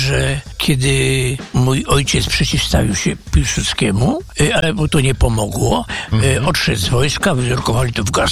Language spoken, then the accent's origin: Polish; Warsaw, Masovian Voivodeship, Poland; Ale słuchaj, ja pochodzę w ogóle z Warszawy, się tu urodziłem.